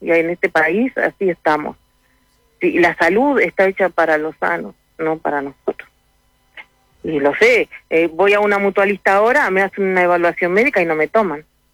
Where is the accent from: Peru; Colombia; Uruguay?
Uruguay; Pues yo soy uruguaya, amo mi país.